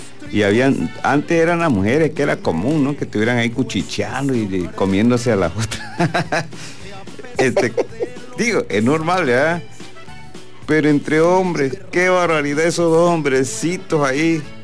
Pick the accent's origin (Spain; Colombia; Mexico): Mexico; somos nosotros los mexicanos.